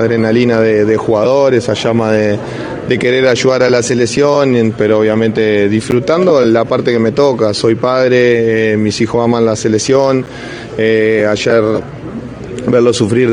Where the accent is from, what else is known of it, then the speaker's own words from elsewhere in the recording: Uruguay; ellos van a poder salir, sacar esto adelante, porque somos uruguayos